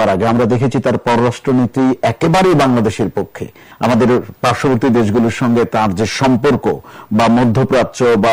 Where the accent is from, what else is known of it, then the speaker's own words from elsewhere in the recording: Bangladesh; আমরা বাংলাদেশী